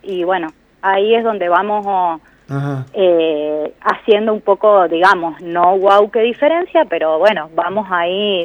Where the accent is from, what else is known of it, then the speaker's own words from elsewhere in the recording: Rodeo de la Cruz, Mendoza, Argentina; Soy de Rodeo de la Cruz.